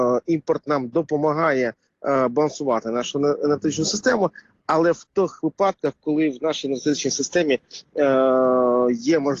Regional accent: Kharkiv, Kharkiv Oblast, Ukraine; мій рідний Харків

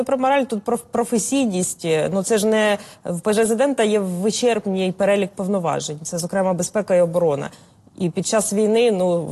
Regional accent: Sumy, Sumy Oblast, Ukraine; moved away; в моїх рідних Сумах

